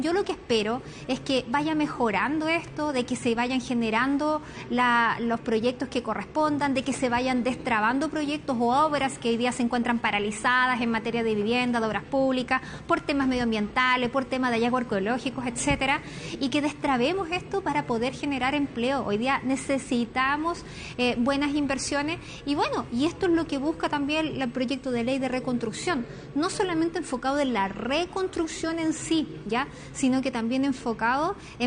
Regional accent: Los Ríos, Chile; Yo vengo de la región de Los Ríos

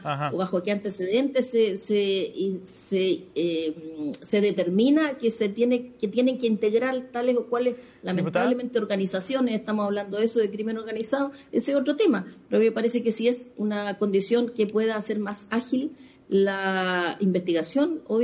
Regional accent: Chile

